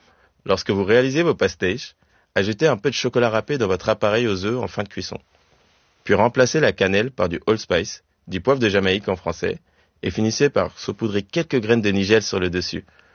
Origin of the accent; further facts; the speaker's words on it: Île-de-France, France; J'ai grandi en Seine-et-Marne, entouré d'une énorme communauté portugaise